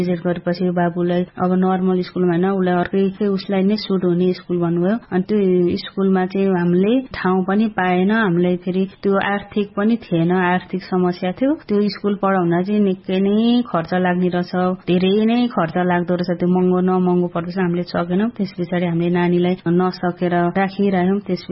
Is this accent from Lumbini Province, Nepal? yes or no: no; Sindhupalchok District, Bagmati, Nepal; now in Bhaktapur, Nepal; मेरो घर सिन्धुपाल्चोक जिल्लामा हो, म हाल भक्तपुरमा बस्छु